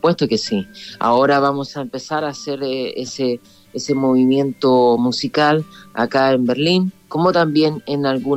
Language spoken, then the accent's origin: Spanish; Renca, Santiago Metropolitan Region, Chile; born or raised there